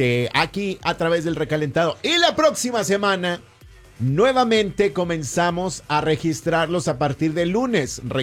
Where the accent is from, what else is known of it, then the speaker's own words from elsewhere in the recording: Germany; Allá de donde soy también, en Alemania también.